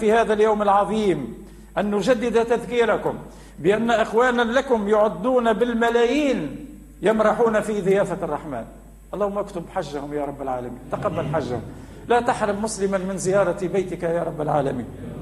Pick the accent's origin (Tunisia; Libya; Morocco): Tunisia; وأن يوحد قلوبنا كتونسيين نحو محبة بعضنا بعضا.